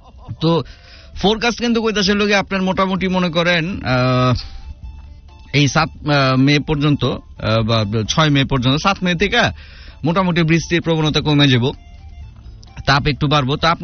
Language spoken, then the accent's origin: Bangla; Bangladesh; এইটুকুই বুঝে আমি একজন বাংলাদেশি